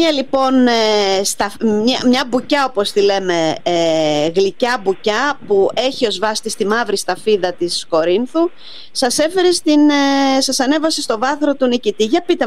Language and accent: Greek; Agrinio, Western Greece, Greece; moved away; Στην πατρίδα μου, Σωτήρη, όπου εκεί βλέπεις ότι το τμήμα που εδρεύει στην πόλη του Αγρινίου μεγαλουργεί.